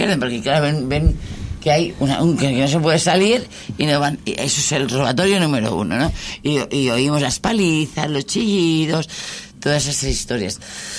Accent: Barcelona, Catalonia, Spain; nosotros como barcelonés

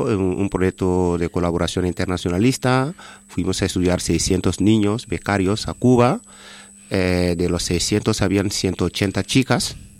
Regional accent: Burkina Faso; en los años 80, en mi país hubo una revolución liderada por Tomás Sankara

